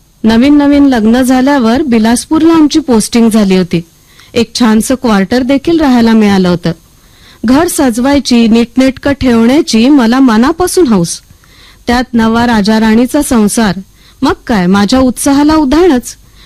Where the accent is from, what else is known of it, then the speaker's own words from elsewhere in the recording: Nagpur, Maharashtra, India; moved away as an adult; माझं माहेर नागपूरचं, महाराष्ट्रातून एकदम छत्तीसगडमध्ये गेले.